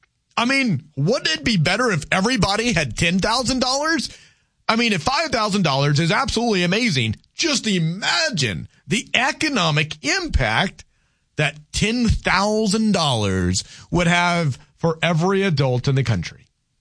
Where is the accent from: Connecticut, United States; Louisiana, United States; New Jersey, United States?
Louisiana, United States; I am a Cajun, okay? I mean, the heat here doesn't really compare.